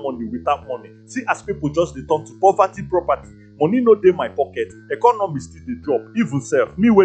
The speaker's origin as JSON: {"language": "English", "town": "Umuesere", "region": "Abia", "country": "Nigeria", "said": "I'm from Umuesere, Amapo, Okokitim, in Abia State."}